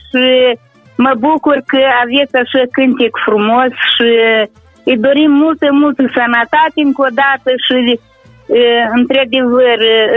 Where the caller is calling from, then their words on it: Elizaveta, Bălți, Moldova; Suntem de la Elizaveta Bălț.